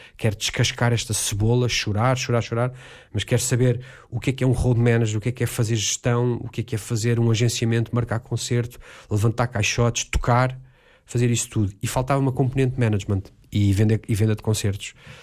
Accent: Lisbon, Portugal; eu sou lisboeta alfacinha, filho minhoto, é certo, sou mais alfacinho do que qualquer pessoa na sala.

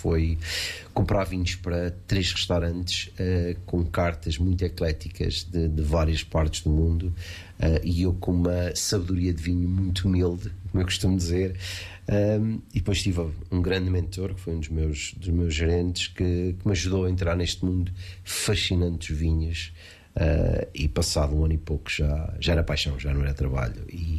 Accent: Portugal; moved away as an adult; also born or lived in United Kingdom; Incrível voltar a Portugal, reviver memórias, viver no sítio em que me viu crescer como um jovem

